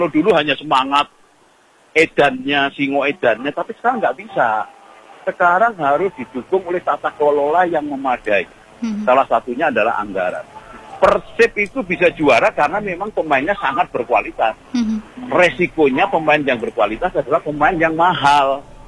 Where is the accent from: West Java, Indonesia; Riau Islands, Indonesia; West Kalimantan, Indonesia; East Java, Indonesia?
East Java, Indonesia; Malang; saya sebagai warga Malang juga merasakan.